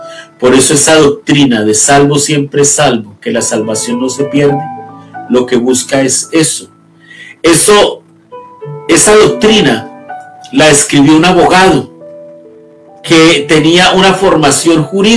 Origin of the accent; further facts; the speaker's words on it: Colombia; Yo hablo de Colombia porque es mi nación